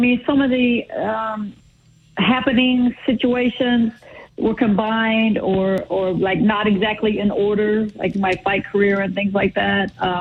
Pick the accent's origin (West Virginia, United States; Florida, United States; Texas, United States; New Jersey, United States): West Virginia, United States; I'm from West Virginia, and boxing is really not a big deal in my state.